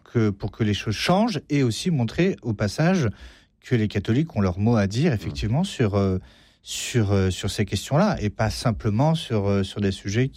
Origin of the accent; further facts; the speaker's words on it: France; en tant que Français